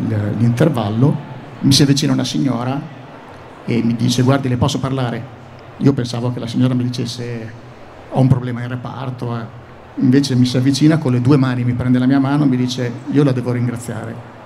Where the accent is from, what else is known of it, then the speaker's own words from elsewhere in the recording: Emilia-Romagna, Italy; sono romagnolo